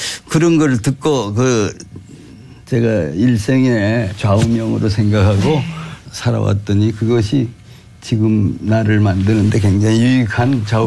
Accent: Taebaek, Gangwon, South Korea; born or raised there

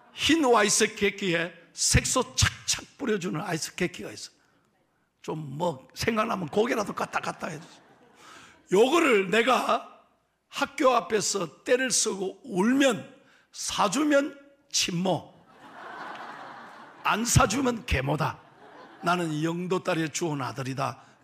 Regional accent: Busan, South Korea; 제 고향이 부산 영아일랜드인 거 아시죠?

